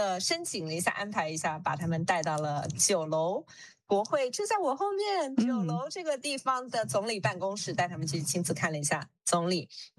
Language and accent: Chinese; New Zealand; 我们作为新西兰人